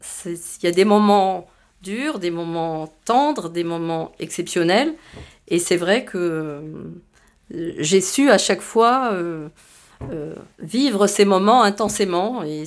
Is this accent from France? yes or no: no; Morocco; born there; Ben, je lui dis, ben, parce que je suis née au Maroc.